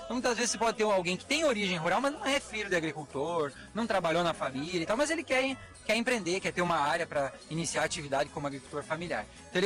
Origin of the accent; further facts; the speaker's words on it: Santa Catarina, Brazil; also born or lived in Lages, Santa Catarina; eu sou de Santa Catarina, sou do meio oeste de Santa Catarina, mas fiz minha vida, faculdade de agronomia e tudo mais em Lages, na Serra de Santa Catarina.